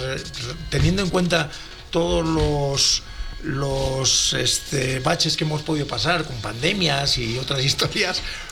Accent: Spain; now in Mexico; ya se me olvida que soy español a veces.

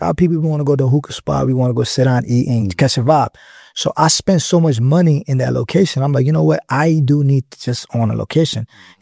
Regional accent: Jersey City, New Jersey, United States; moved away as an adult; now in Atlanta, United States; I came, I caught a little situation in Jersey. I'm from Jersey City, mainly.

